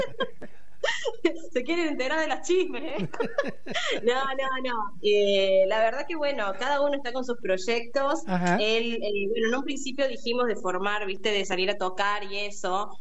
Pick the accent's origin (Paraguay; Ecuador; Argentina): Argentina; Córdoba; moved away; Siendo que nunca salí de la provincia de Córdoba, y si bien sí, me mudé sola a otra ciudad y todo, pero ya irse bastante lejos de la familia y de los amigos